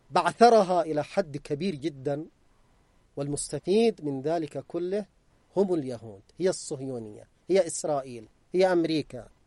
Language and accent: Arabic; Yemen; حتى في بلدنا اليمن يمولها يدفع لها في البلد هنا